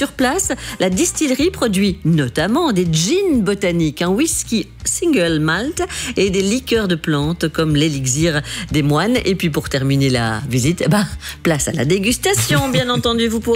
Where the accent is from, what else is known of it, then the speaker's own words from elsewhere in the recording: Seraing, Wallonia, Belgium; je suis originaire de Serein